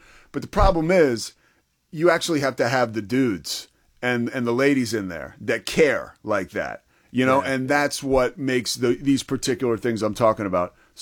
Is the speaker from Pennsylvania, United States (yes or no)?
yes; Philadelphia, Pennsylvania, United States; And I grew up in Philly.